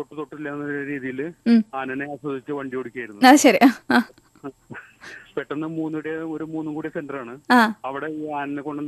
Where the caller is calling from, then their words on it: Perinjanam, Kerala, India; പെരിങ്ങനം സംസാരിക്കുന്നു.